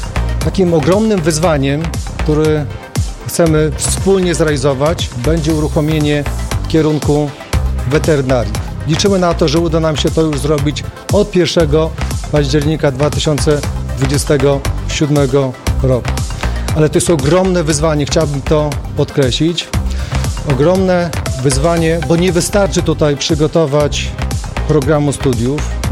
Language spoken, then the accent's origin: Polish; Podlaskie Voivodeship, Poland; U nas na Podlasiu